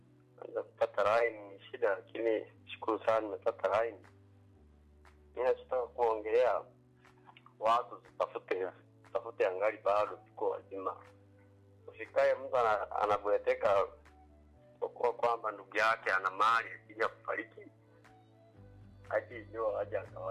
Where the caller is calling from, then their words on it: Kisesa, Mwanza, Tanzania; napiga simu kutoka Kisesa Mwanza.